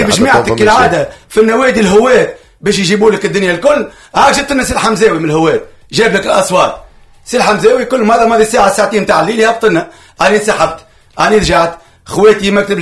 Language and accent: Arabic; Tunisia; أنا كتونسي